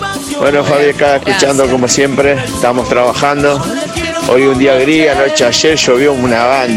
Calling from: Buenos Aires, Argentina; de Buenos Aires

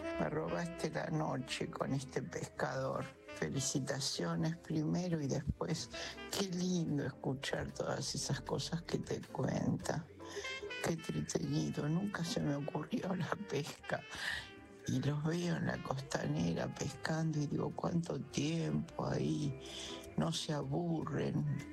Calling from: Caballito, Buenos Aires, Argentina; de Caballito.

